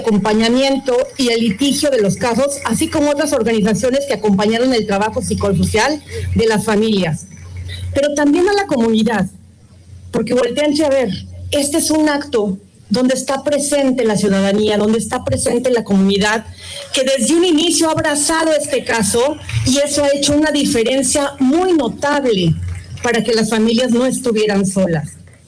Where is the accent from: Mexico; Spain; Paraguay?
Mexico; Imagínense en un caso de mi propio país, el caso Alvarado Espinosa contra México.